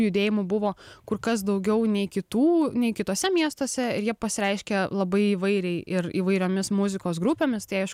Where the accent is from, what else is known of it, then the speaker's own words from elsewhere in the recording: Palanga, Klaipėda County, Lithuania; now in Vilnius, Lithuania; Ne, aš nesu iš Utenos, aš esu iš Palangos, bet taip jau atsitiko, kad pernai metais atsidūriau Vilniaus universiteto istorijos fakultete